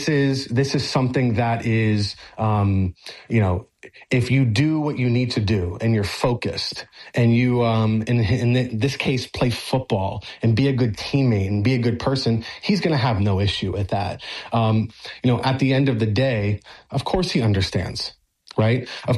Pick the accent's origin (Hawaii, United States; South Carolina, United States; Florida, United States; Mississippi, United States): Florida, United States; Miami; born or raised there